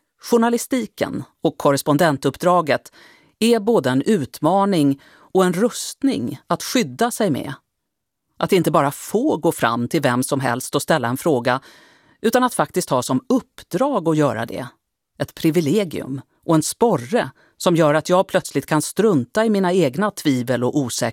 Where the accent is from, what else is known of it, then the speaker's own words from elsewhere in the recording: Halmstad, Halland County, Sweden; also born or lived in Stockholm; Jag är född i Stockholm, uppvuxen i Halmstad med två småsystrar och våra föräldrar, Anna-Karin och Anders